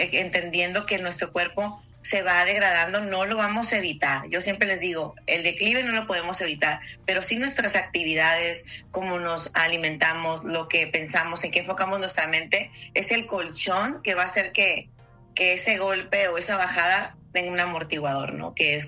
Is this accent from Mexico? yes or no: yes; Mexico; ¿a poco no somos los latinos mexicanos?